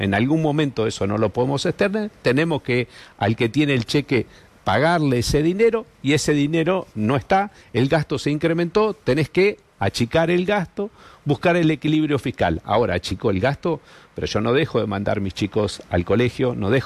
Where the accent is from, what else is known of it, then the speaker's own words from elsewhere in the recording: Argentina; Esto nos hace mucho mal como argentinos